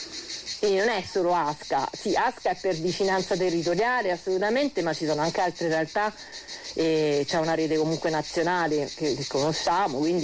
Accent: Rome, Lazio, Italy; moved away; Poi io in valle vivo da 10 anni, vengo da Roma, forse come un pochino si sente

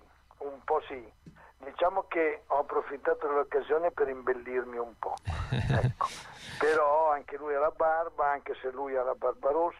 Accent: Bologna, Emilia-Romagna, Italy; io sono un bolognese, ma di famiglia non bolognese, di famiglia meridionale.

